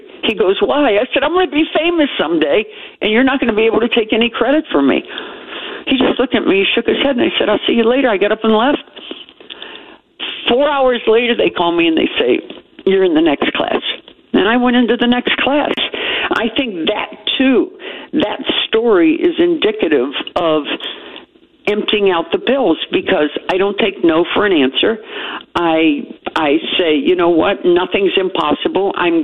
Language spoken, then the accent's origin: English; West Virginia, United States; I grew up in West Virginia.